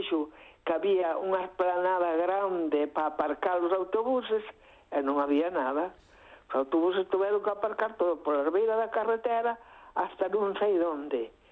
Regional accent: Galicia, Spain; Eu te vou dicir moitas cousas tamén, moitas cousas que se falan en galego, son galega, e me criei falando galego, non as entendo.

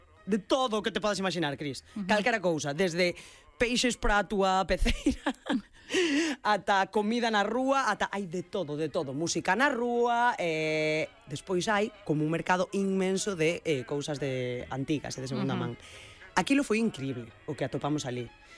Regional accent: Galicia, Spain; Estábamos tomando grapa miel e a dona achegouse e dixo: de onde son? E nós, pois somos galegos.

